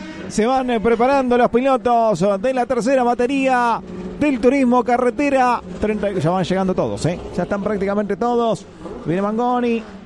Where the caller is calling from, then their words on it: Lehmann, Santa Fe, Argentina; Hola, buen día. … de Lehmann, Santa Fe, a 10 kilómetros del autódromo de Rafaela.